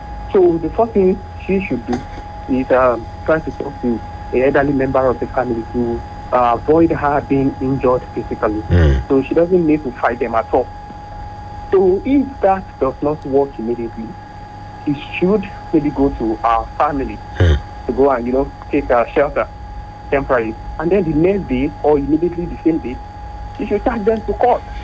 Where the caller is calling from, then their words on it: Ilorin, Kwara, Nigeria; Yeah, from Ilorin Kwara.